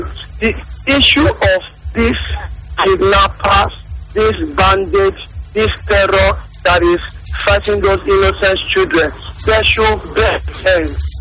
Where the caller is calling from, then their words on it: Benin City, Edo, Nigeria; I'm calling from Benin City, Isiyo.